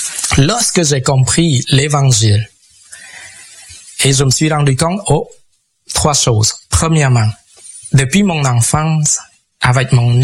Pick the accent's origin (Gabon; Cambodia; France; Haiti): Cambodia; moved away as an adult; now in Chicoutimi, Canada; En 2002, j'ai quitté le Cambodge avec une bourse pour venir étudier. Donc, je suis venu à l'Université du Québec à Chicoutimi.